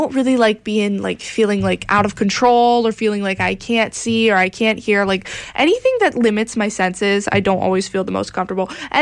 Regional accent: Dayton, Ohio, United States; moved away as an adult; now in Bowling Green, United States; we are in Bowling Green, which is way closer to Sandusky. My hometown is Dayton, Ohio

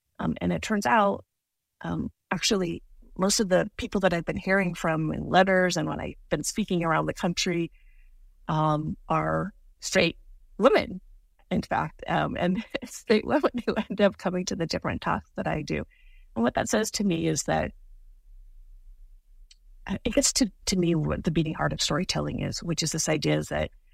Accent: United States; I'm a kid growing up in America

